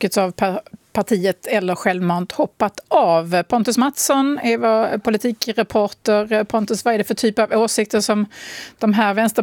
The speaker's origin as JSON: {"language": "Swedish", "country": "Sweden"}